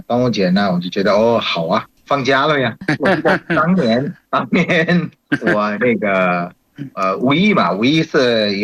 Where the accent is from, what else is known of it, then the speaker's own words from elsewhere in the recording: Bangladesh; 我是来自于孟加拉国的